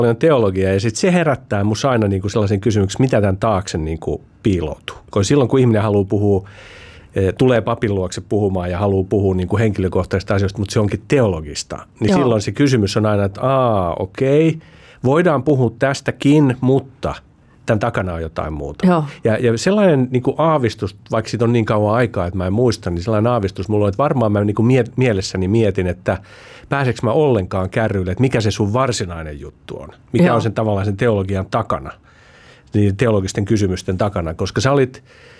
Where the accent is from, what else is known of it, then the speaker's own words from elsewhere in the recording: Helsinki, Uusimaa, Finland; mä oon helsinkiläinen